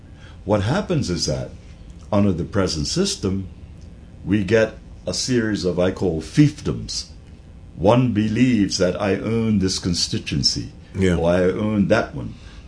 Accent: Hamilton Parish, Bermuda; because I'm from Hamilton Parish

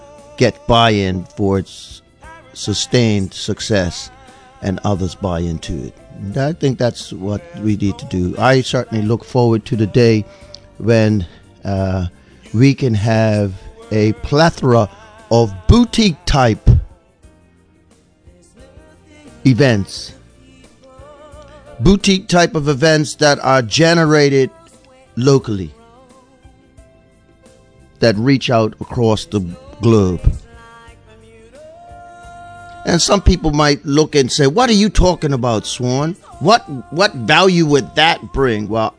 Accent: Bermuda; born there; learning golf in the early 70s, growing up around the Bermuda Goodwill Tournament.

